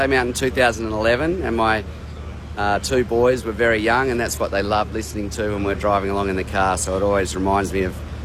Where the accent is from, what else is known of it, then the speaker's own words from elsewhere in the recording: Geraldton, Western Australia, Australia; also born or lived in Kalgoorlie; Grew up in Geraldton and then moved to Kalgoorlie when I was 17 and went to the School of Mines. But yeah, grew up in Geraldton. Mum's family are all from Northampton, so around that area.